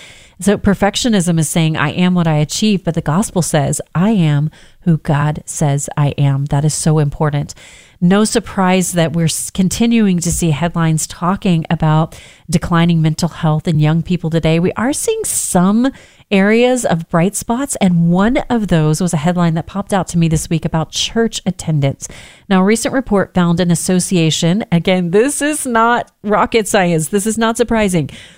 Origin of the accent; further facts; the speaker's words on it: the South, United States; I'm from the South.